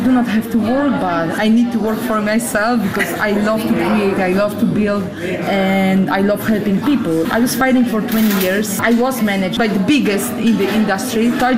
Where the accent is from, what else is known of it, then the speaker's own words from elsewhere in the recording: Olsztyn, Warmian-Masurian Voivodeship, Poland; I'm from Olsztyn